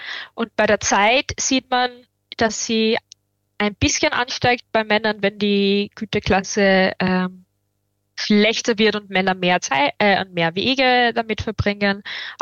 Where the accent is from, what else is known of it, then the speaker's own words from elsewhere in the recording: Upper Austria, Austria; oder in meinem Heimatbundesland Oberösterreich sind das Orte wie St. Martin im Mühlkreis oder Kremsmünster.